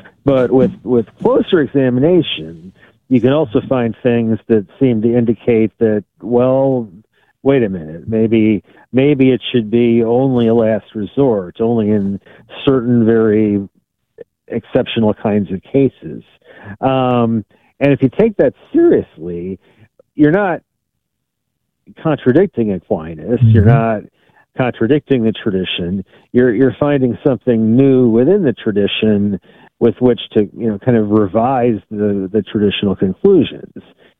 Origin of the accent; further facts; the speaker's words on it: Wisconsin, United States; My home state, Wisconsin, hasn't had the death penalty since sometime in the, I think, the 1800s.